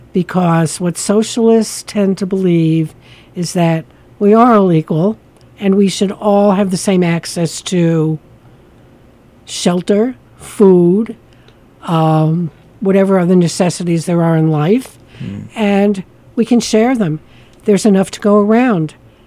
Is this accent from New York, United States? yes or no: yes; New York, United States; I'm a New Yorker, and upstate New York